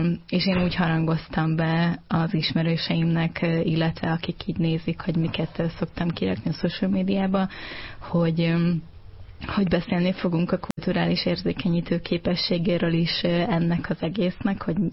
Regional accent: Győr-Moson-Sopron, Hungary; Én Györmellől származom, és a családom azóta is ott él, és a középiskola után Pécsre mentem tanulni.

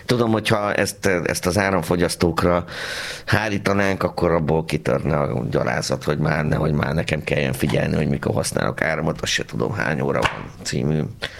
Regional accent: Pécs, Baranya, Hungary; én ezt is el tudom mondani, hogy én pécsiként sosem libikókáztam, mert mi döcögőztünk, drága.

